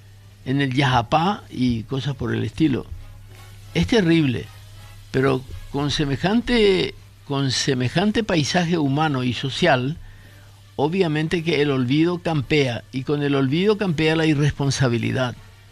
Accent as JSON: {"language": "Spanish", "country": "Paraguay", "said": "han permitido que nos reconozcamos como paraguayos"}